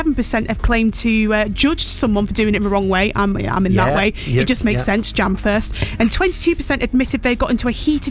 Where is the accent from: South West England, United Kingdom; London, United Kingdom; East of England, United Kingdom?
South West England, United Kingdom; born there; Now, I'm a Cornish girl. I was born in Cornwall